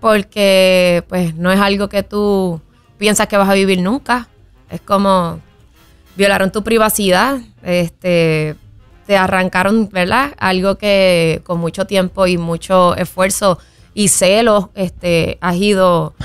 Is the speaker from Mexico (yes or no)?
no; Puerto Rico; Somos puertorriqueños